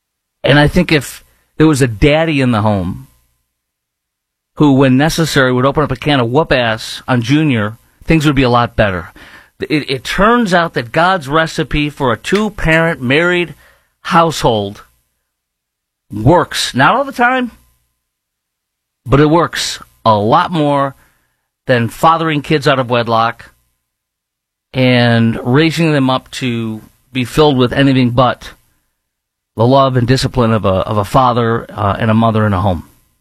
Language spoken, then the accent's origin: English; Chicago, Illinois, United States; moved away; my hometown, Chicago.